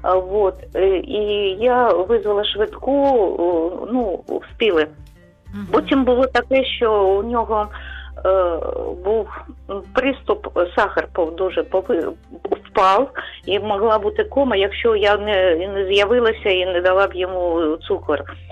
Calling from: Kharkiv, Kharkiv Oblast, Ukraine; я з Харкова.

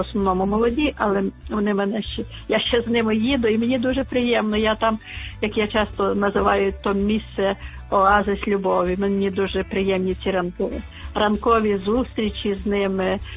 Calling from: Bilivtsi, Chernivtsi Oblast, Ukraine

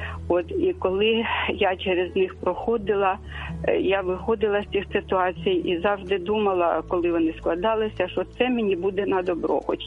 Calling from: Kyiv, Ukraine; я з Києва дзвоню.

